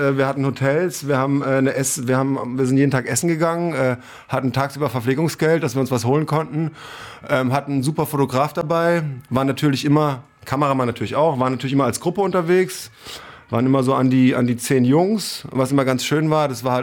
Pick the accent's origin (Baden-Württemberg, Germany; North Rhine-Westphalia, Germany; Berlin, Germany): Baden-Württemberg, Germany; Kirchzarten; Ich komme aus Freiburg, ne, aus Kirchzarten, ein kleines Dorf. Ist sogar ein Luftkurort.